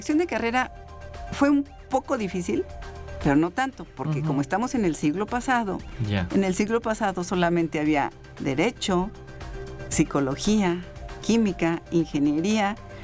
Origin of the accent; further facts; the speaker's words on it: Querétaro, Mexico; Yo soy de Querétaro.